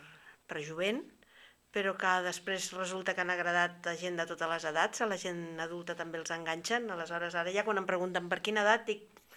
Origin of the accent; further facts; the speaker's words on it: Vilassar de Mar, Catalonia, Spain; born there; also born or lived in Barcelona / El Masnou; vaig venir al Maresme amb, no sé, potser 9 anys o així, i des dels 13, que primer al Masnou i des dels 13 a Vilassar, i m'he integrat totalment. Sí, tinc molt clar que Vilassar de Mar és el meu poble i que sóc del Maresme.